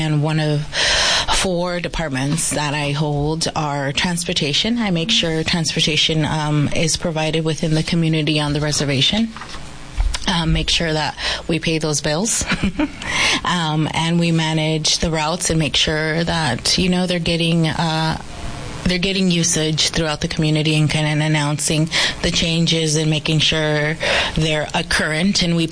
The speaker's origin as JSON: {"language": "English", "town": "El Rancho", "region": "New Mexico", "country": "United States", "tie": "born or raised there", "said": "And kind of growing up in El Rancho, the rural communities, it gives me that perspective"}